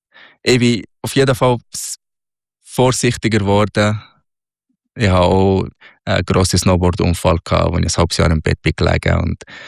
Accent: Egypt; now in Switzerland; Ja, ja, ja, natürlich. Natürlich, das ist mein Heimatland.

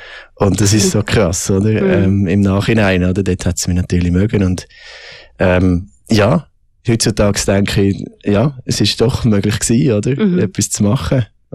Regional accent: Richterswil, Zurich, Switzerland; Änderung war, wo wir dann in Zürich Biet sind gezügelt. Mein Vater hat den Arbeitgeber gewechselt und so sind wir eigentlich in Richterswil dann sind wir aufgewachsen, ich und mein Bruder, mit der Familie.

